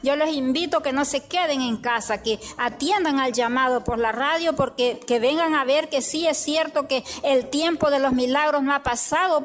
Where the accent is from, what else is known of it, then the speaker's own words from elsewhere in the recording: Coatepeque, Santa Ana, El Salvador; Cantón San Jacinto, Coatepeque.